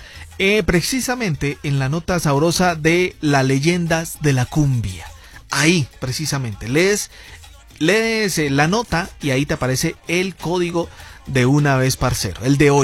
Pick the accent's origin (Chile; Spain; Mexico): Mexico; así somos nosotros, los mexicanos. Yo me incluyo de una vez